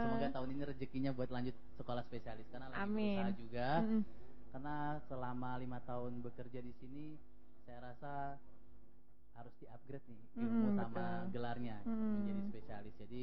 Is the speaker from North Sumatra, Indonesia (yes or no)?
no; Banyuwangi, East Java, Indonesia; moved away as an adult; also born or lived in Kupang / Bali; now in East Nusa Tenggara, Indonesia; Saya ini dari Bali. Cuman udah menetap di Banyuwangi, gitu. Karena orang tua udah merantau di Banyuwangi, jadi dari TK sampai SMA itu tinggalnya di Banyuwangi. Kemudian lahirnya di Kupang